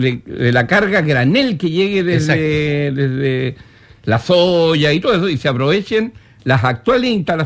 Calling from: Iquique, Tarapacá, Chile; los que somos iquiqueños conocimos esa exacto. época.

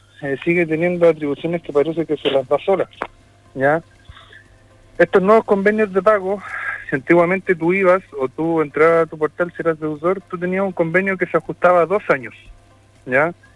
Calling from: Iquique, Tarapacá, Chile

